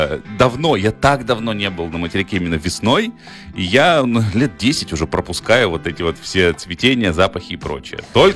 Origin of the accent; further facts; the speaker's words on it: Omsk, Omsk Oblast, Russia; now in Chukotka, Russia; я родом из Омска, и я помню, что там всегда что-то росло, и всегда чем-то пахло.